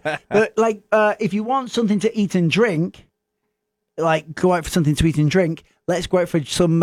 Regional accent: England, United Kingdom; moved away; me as an English Northern person

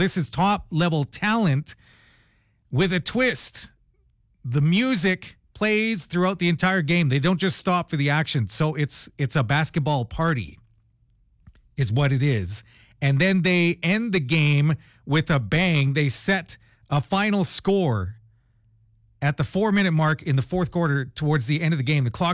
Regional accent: Stirling, Alberta, Canada; now in Lethbridge, Canada; I grew up in Sterling.

